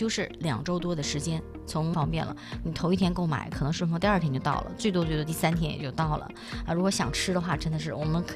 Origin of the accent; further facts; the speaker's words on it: Northeast China, China; 尤其是咱们东北人在吃起来的时候